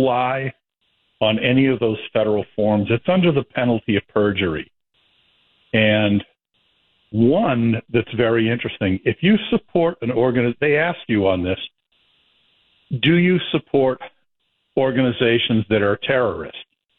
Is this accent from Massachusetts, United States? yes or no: yes; Foxborough, Massachusetts, United States; And we got married in Foxborough, my hometown, on July 28th.